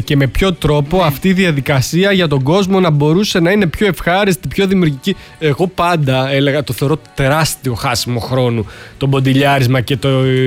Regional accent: Rethymno, Crete, Greece; εγώ είμαι από το Ρέθυμνο.

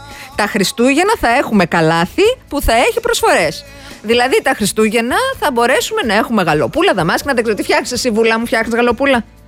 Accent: Kounos, Peloponnese, Greece; Στο χωριό μου αυτό, στον Κούνο Λακωνίας

